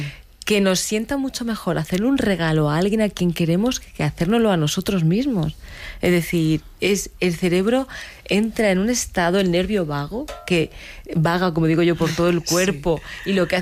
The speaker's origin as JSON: {"language": "Spanish", "town": "Águilas", "region": "Region of Murcia", "country": "Spain", "tie": "born there", "said": "Yo soy nacida en Águilas"}